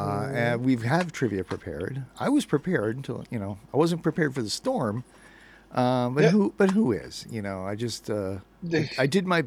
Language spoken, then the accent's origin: English; East Coast, United States; It depends, I guess, because I'm from the East Coast and I'm lovely.